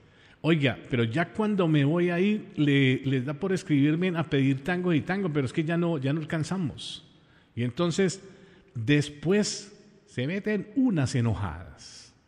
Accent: Ibagué, Tolima, Colombia; born there; first language Spanish; moved away; Yo nací en un país maravilloso, en un país hermoso, en la puerta de Sudamérica, en Colombia. Y por una bendición de Dios y de mi madre, nací en una ciudad espectacular, el mejor vividero del mundo

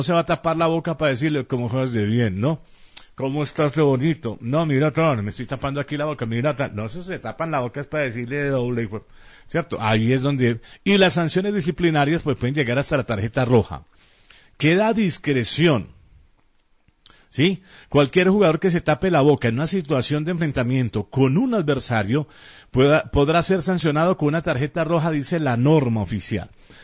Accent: Colombia; nos jugamos el futuro en Colombia

